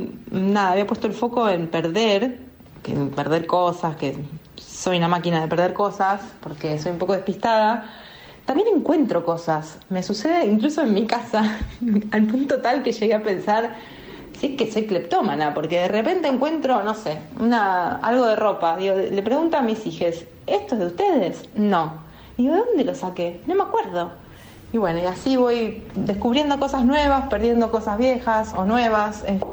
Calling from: Flores, Buenos Aires, Argentina; Soy … de Flores

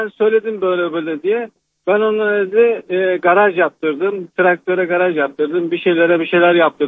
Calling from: Düzce, Turkey; Ben Düzce'den arıyorum.

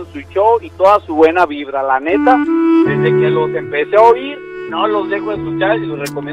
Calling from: El Salto, Jalisco, Mexico; De aquí del Salto, de la Alameda, soy conductor de plataforma.

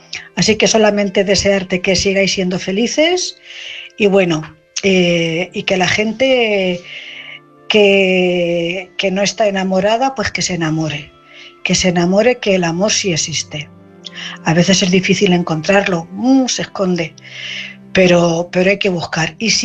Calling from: Cuenca, Castilla-La Mancha, Spain; corresponsal de Cuenca.

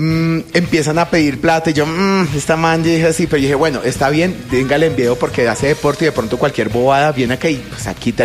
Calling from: Bogotá, Colombia

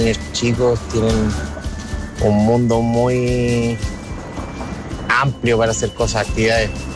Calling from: Arica, Arica y Parinacota, Chile; yo soy de Arica, tengo tres hijas

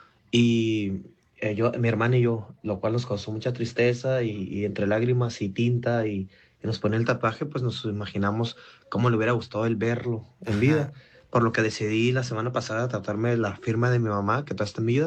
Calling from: Tijuana, Baja California, Mexico; de Tijuana, Tijuana, San Diego.

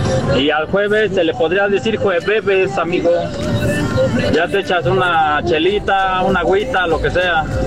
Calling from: Tecámac, State of Mexico, Mexico; de los Héroes Tecámac, de la Ciudad de México, del Estado de México, perdón. Ahora nos toca andar de este ladito de Toluca.

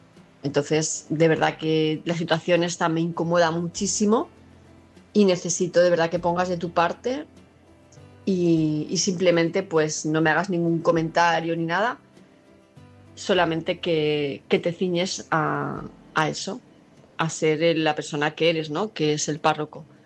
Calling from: Palma de Mallorca, Balearic Islands, Spain; de Palma de Mallorca

